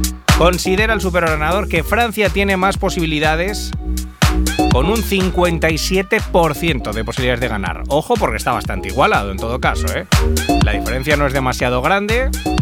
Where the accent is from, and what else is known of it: Spain